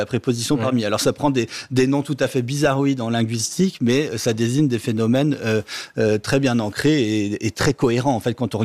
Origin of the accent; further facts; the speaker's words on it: France; moved away as an adult; on est tous les deux français